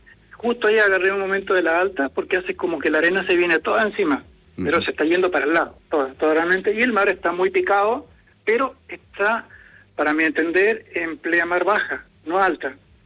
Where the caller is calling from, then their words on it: Viña del Mar, Valparaíso, Chile; Reñaca Alto, al lado del Kaminsky, vivo yo.